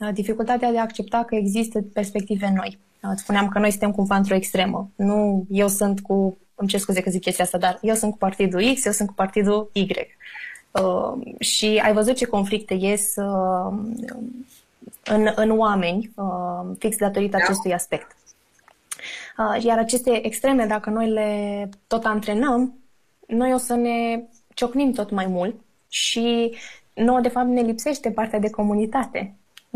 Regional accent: Romania

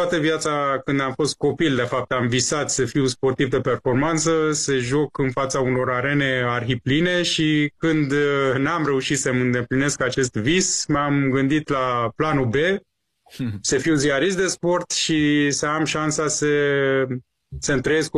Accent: Iran; first language Persian; Romanian is a second language; știu limba persană, limba mea maternă

